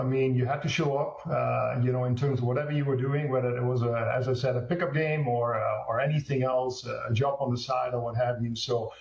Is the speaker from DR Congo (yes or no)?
no; eastern Netherlands, Netherlands; English is a second language; I hail originally from the Netherlands, the eastern side, close to the German border.